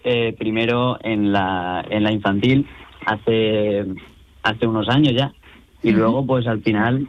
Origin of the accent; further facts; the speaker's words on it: Alicante, Valencian Community, Spain; Yo vengo de Alicante.